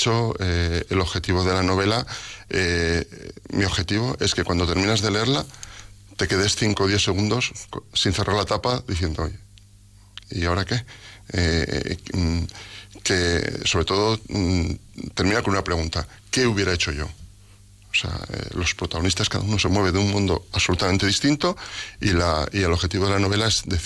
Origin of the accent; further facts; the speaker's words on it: Calamocha, Aragon, Spain; moved away; en mi pueblo, en Calamocha.